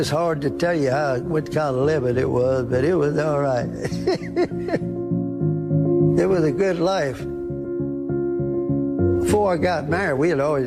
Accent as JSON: {"language": "English", "town": "Galveston", "region": "Texas", "country": "United States", "tie": "born there", "said": "In 1933, I was born in Galveston."}